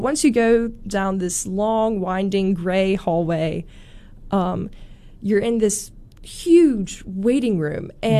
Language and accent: English; South Carolina, United States; moved away as an adult; also born or lived in Mississippi; now in Memphis, United States; I'm from South Carolina